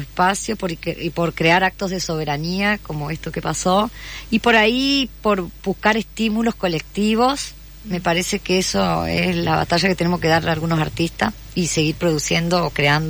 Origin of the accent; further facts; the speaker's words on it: Argentina; el hecho social que vivimos nosotros como argentinos.